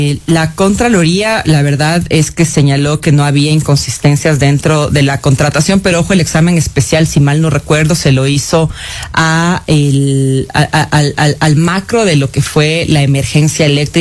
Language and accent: Spanish; Ecuador